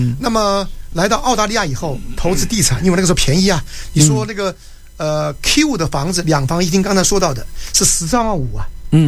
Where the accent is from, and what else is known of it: Hubei, China; moved away as an adult; now in Australia